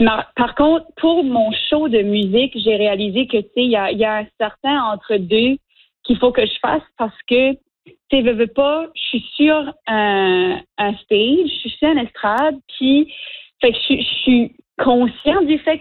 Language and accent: French; Nova Scotia, Canada; born or raised there